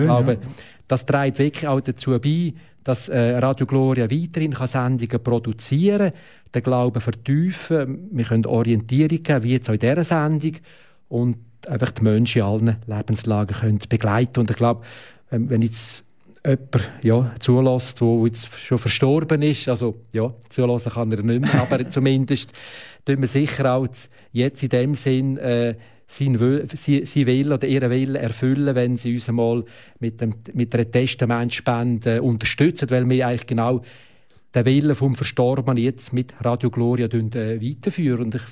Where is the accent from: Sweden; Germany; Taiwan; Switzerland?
Switzerland; Das heisst, wir als Schweizer, unsere Gesellschaft, tut für die Zukunft Vorsorge.